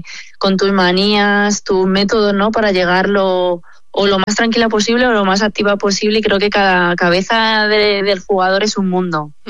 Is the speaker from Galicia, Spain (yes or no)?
no; Madrid, Community of Madrid, Spain